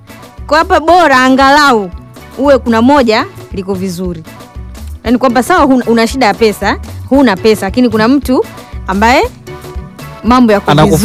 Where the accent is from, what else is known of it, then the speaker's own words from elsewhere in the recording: Tanzania; Mimi sio Mhispaniola, mimi ni Mtanzania.